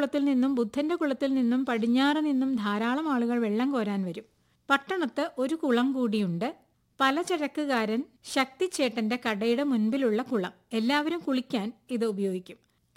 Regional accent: Taliparamba, Kerala, India; also born or lived in Koothuparamba; അത് ഞാൻ കണ്ടിട്ടുള്ളത് തളിപ്പറമ്പ് കൂത്തുപറമ്പ് ഭാഗത്താണ്.

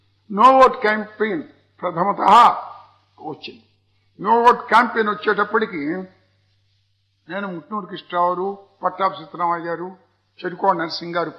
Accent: Andhra Pradesh, India; మాది మా కంటసాల గ్రామం చాలా పెద్ద గ్రామం. చుట్టూ 13 గ్రామాలకు అది సెంటరు

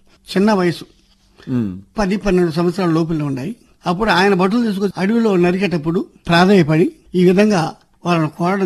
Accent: Andhra Pradesh, India; మాది గుబ్బూరు గ్రామం.

